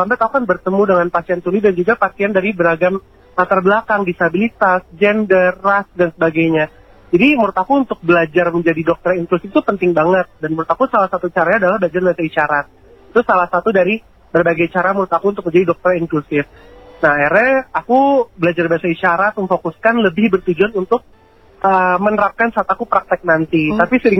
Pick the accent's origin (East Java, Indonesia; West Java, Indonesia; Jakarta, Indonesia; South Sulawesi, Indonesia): Jakarta, Indonesia; first language Indonesian; bahasa ibu aku, yaitu bahasa Indonesia yang aku kan lahir besar di Jakarta kan ya. Jadi sebenarnya aku gak tahu bahasa daerah apa-apa gitu.